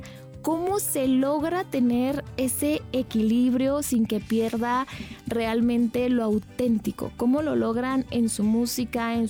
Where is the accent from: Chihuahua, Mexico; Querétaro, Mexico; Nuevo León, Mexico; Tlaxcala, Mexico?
Chihuahua, Mexico; somos de Chihuahua, Chile Chilaca 880, y lo llevamos siempre como un orgullo chihuahuense.